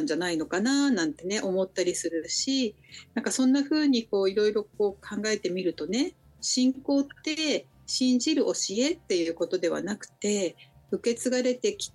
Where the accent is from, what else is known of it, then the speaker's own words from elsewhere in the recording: Hokkaido, Japan; now in Matsumoto, Japan; 私は北海道で生まれ育ったので